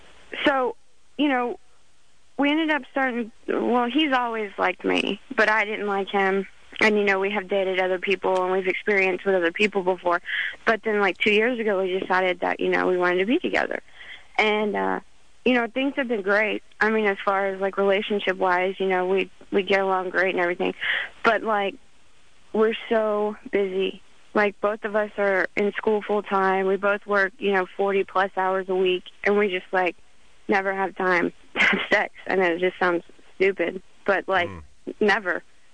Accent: Tennessee, United States; born there; also born or lived in Florida; I moved to Tennessee from Florida when I was, like

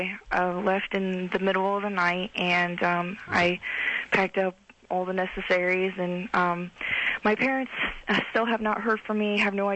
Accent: England, United Kingdom; now in France; Sorry, I live in France. I'm an Englishman.

